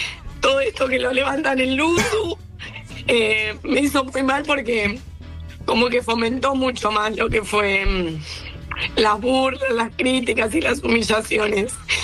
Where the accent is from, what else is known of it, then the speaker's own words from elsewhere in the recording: Cañuelas, Buenos Aires Province, Argentina; Yo soy de Cañuelas, para los que no saben.